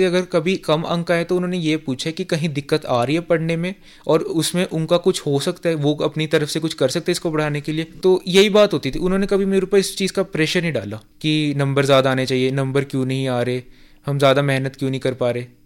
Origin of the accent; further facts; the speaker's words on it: Zirakpur, Punjab, India; मैं जीरकपुर का रहने वाला हूँ